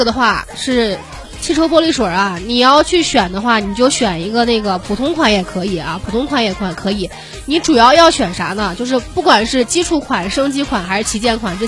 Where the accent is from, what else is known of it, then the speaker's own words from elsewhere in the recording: Lanzhou, Gansu, China; 那我也是兰州的哈